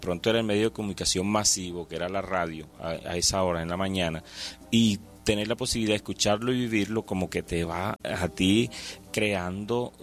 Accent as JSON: {"language": "Spanish", "town": "Salitral", "region": "Sucre", "country": "Colombia", "tie": "born or raised there", "said": "Y escuchaba de niño en Salitral, levantaba temprano a acompañar a mi mamá"}